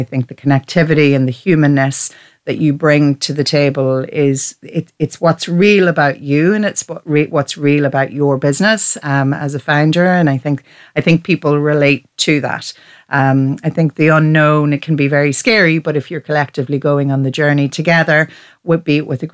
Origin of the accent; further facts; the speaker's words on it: Ireland; And I'm obviously at from the Republic, as is Sinead.